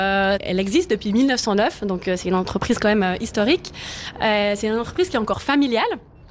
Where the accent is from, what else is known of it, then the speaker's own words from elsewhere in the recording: Valais, Switzerland; de base, je suis valaisanne.